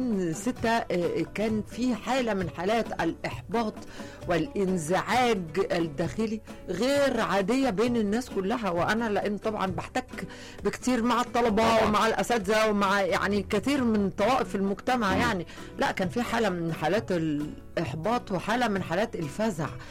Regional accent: Egypt; احنا كنا فقدنا الهوية يعني كمصريين

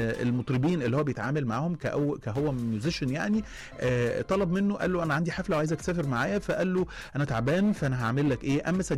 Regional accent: Egypt

